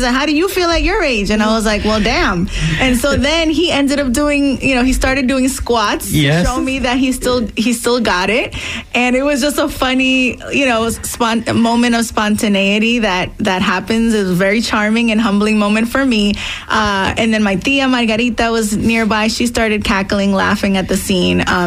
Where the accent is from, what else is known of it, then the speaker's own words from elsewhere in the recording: New York City, New York, United States; I was born in Brooklyn, New York, in a very Dominican neighborhood in the 90s